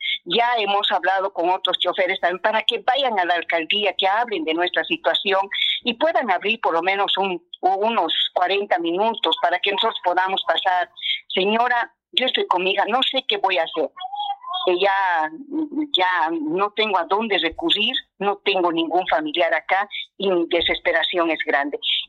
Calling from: Mizque, Cochabamba, Bolivia; acá en Misque

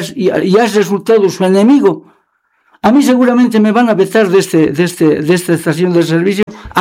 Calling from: Bolivia; Yo soy tan ciudadano boliviano como cualquier otro de la Transpando y de la Transvaca 10

